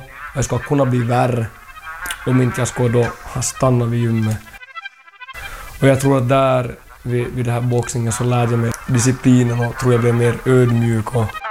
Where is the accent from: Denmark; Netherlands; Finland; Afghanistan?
Finland; Jakobstad, Ostrobothnia; also born or lived in Bangkok, Thailand; Min uppväxt i Jakobstad, rörig.